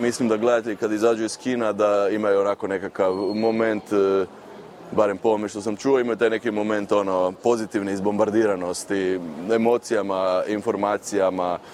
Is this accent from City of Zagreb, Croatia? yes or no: no; Rijeka, Primorje-Gorski Kotar County, Croatia; Sa talijanske strane granice priča o Danunciju jako razlika od priče kod nas u Rijeci